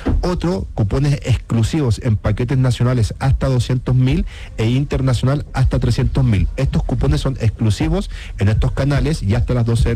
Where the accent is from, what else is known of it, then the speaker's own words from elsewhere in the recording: Chile; now in Colombia; yo llegué a Colombia, la gente no viajaba a Brasil. Y decía, qué raro, yo soy chileno, nuestro principal destino es Brasil.